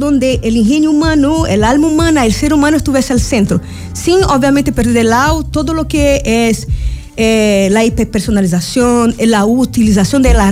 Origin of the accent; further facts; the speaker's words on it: Brazil; Spanish is a second language; now in Chile; voy a hablar lento porque soy brasileña, a veces el portugués